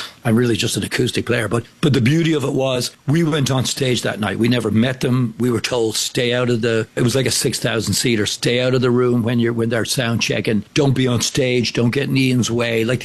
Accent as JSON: {"language": "English", "country": "Ireland", "tie": "born or raised there", "moved": "yes", "said": "I grew up in Ireland."}